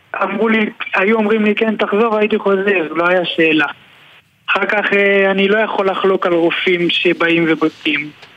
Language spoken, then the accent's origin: Hebrew; Jerusalem, Jerusalem District, Israel; born there; now in Ofra; אני יהוד, נולדתי בירושלים, כיום גר באופרה